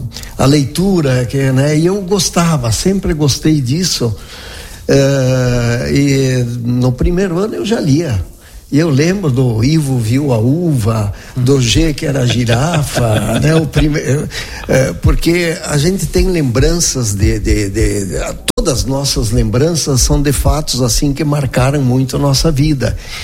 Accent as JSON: {"language": "Portuguese", "town": "Marau", "region": "Rio Grande do Sul", "country": "Brazil", "tie": "born or raised there", "said": "Eu nasci em Marau, numa casa que era em frente ao Altar da Pátria, que temos hoje na Avenida Júlio Borella. Na época se nascia na casa, né?"}